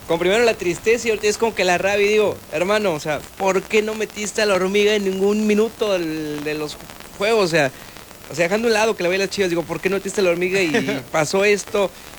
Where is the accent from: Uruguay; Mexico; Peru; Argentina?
Mexico; yo creo que como muchos mexicanos nos ilusionamos.